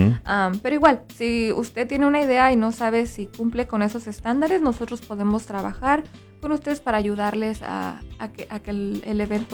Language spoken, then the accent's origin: Spanish; Mexico; moved away; mi infancia en México